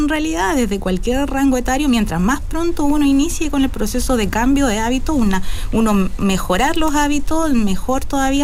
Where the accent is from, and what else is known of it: Chile